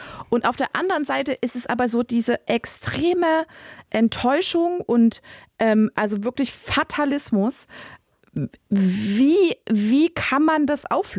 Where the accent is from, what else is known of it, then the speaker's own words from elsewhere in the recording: East Germany, Germany; Ja, und ich kenne das tatsächlich als Ostdeutsche selbst ganz gut